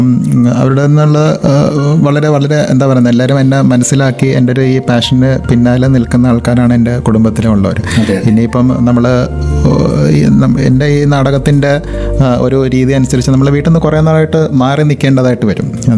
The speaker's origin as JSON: {"language": "Malayalam", "town": "Kollam", "region": "Kerala", "country": "India", "tie": "born there", "also_born_or_lived": "Ernakulam", "said": "ഞാൻ ജനിച്ചത് ഇവിടെ തന്നെയാണ്, കൊല്ലത്ത് തന്നെയാണ് ഞാൻ ജനിച്ചത്. പിന്നെ ജോലിയും അങ്ങനെയുള്ള കാര്യങ്ങളൊക്കെ ആയിട്ട് അച്ഛനും ജോലി എറണാകുളത്തായിരുന്നു."}